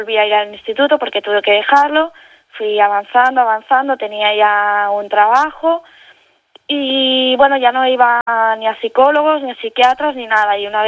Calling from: Montgat, Catalonia, Spain; aquí en mi pueblo. Yo vivo en Montgat.

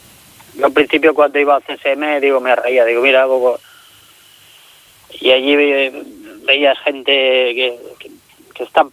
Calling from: Tarragona, Catalonia, Spain; yo vivo en Tarragona.

